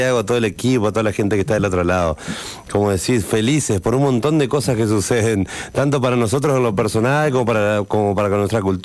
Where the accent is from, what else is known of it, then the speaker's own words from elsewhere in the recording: Argentina; vivimos como argentinos